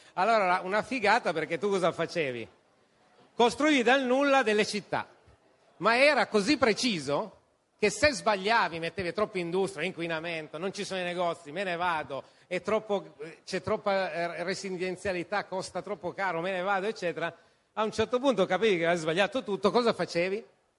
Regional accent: Turin, Piedmont, Italy; Casermoni, interi quartieri, io vi porto l'esempio di Torino, io sono di Torino, interi quartieri senza un negozio, senza un'attività, solo dormitori per, nel caso di Torino, la Fiat.

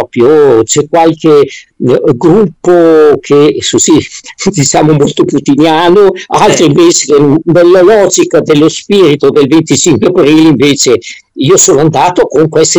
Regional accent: Piacenza, Emilia-Romagna, Italy; now in Bologna, Italy; io sono un piacentino, quindi sono comunque emiliano, ma sono Bologna da 60 anni, quindi a Bologna.

